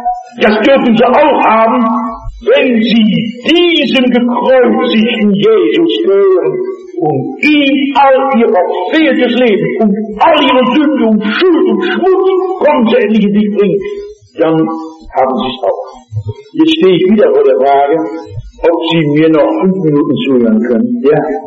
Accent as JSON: {"language": "German", "region": "Rhineland", "country": "Germany", "said": "ich komme aus dem Rheinland"}